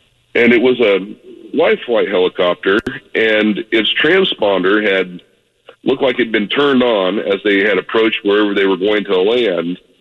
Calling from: Iowa, United States; Here in Iowa

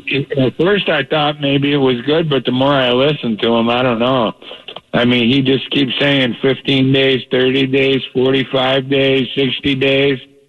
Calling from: New York, United States; I'm calling from New York

